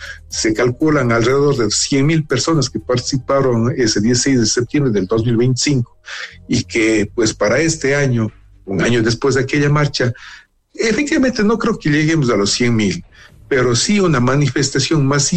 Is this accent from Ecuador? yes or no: yes; Cuenca, Azuay, Ecuador; Los cuencanos definitivamente desapareceríamos de la faz de la tierra si no tenemos el acceso al agua como lo hemos tenido.